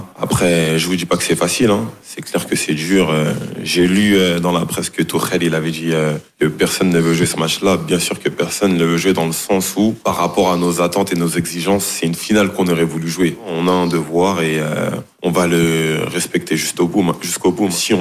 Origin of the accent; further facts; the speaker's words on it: France; je pense qu'on a un devoir en tant que Français, en tant que joueur de l'équipe de France.